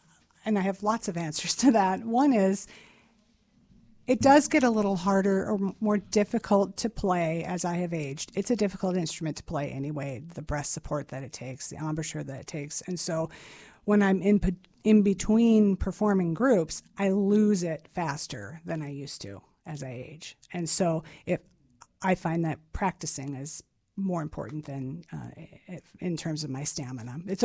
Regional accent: Nora Springs, Iowa, United States; now in Mason City, United States; I grew up in Nora Springs and local girl. So grew up here, ended up living here and working here. My husband and I have made a home here since 1990. I've lived here since 1990. So Mason City is now my new hometown.

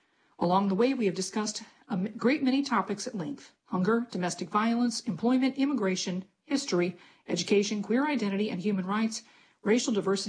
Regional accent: Iowa, United States; I grew up in Johnson and Dubuque counties, rushed to class across the Pentacrest, built a career in Cedar Rapids.

